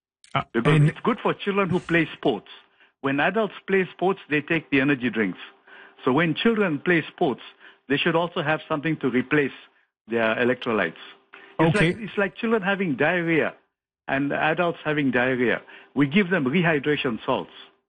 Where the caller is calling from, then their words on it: Toronto, Ontario, Canada; I'm calling from Toronto City, East York.